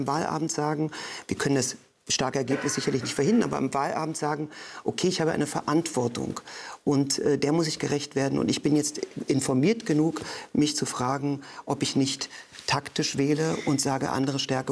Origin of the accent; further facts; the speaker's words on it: Magdeburg, Saxony-Anhalt, Germany; in einem Plattenbau groß geworden bin in Olvenstedt. Die Magdeburger und Magdeburgerinnen wissen das.